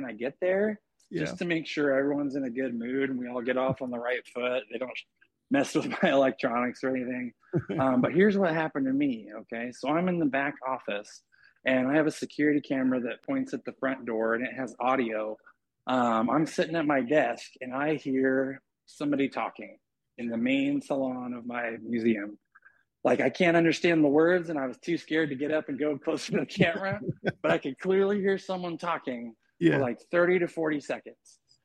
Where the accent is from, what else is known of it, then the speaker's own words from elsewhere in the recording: Chehalis, Washington, United States; I just moved back to Washington. I am a Washington native, born and raised in Chehalis.